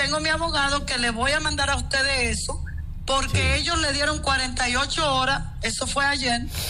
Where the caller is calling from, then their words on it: Dominican Republic; ¿Dónde están mis derechos como ciudad, como dominicana?